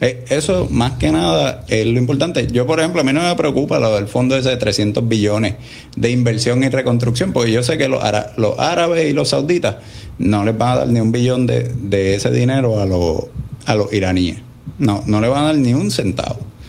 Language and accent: Spanish; Puerto Rico; como gente, como puertorriqueños, después como americanos y como civilización occidental cristiana